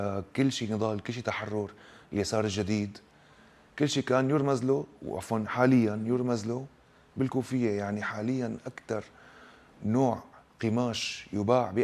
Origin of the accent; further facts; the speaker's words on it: Palestine; هي أنا فلسطيني.